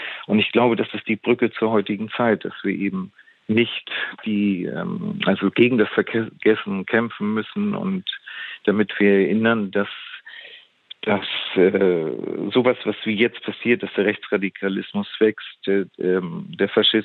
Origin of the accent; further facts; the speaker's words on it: Hamburg, Germany; moved away as an adult; now in Lisbon, Portugal; ich komme aus Hamburg, aus einer Familie, wo die Wände alles eigentlich Bücherwände waren, weil Bücher für uns in der Familie immer sehr wichtig gewesen sind und wir hatten sehr viele internationale Kontakte, auch zu Hause immer.